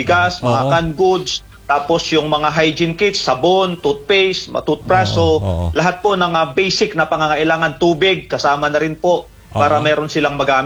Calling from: Central Luzon, Philippines; Actually, Sir Danny, no, dito sa amin sa Zambales, sumasabay yung pagtaas ng tubig kung high tide, may mga areas kami na binabaha

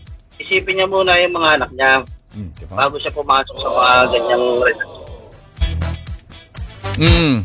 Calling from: Cabuyao, Calabarzon, Philippines; taga Kabuyao, Laguna.

